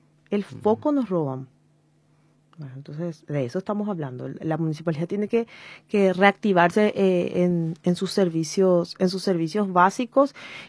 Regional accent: Asunción, Paraguay; born there

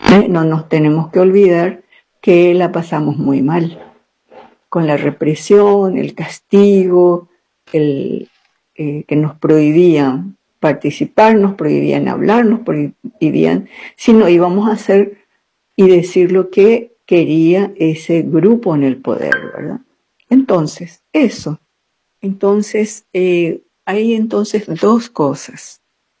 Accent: Paraguay; Y el otro elemento muy importante como paraguayos que tenemos no es solamente el miedo y la desconfianza, sino también las dos lenguas que tenemos. Somos bilingües, ¿verdad?

